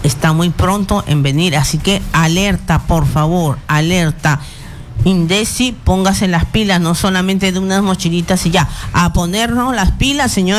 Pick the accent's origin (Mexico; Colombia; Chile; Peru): Peru; estoy en mi país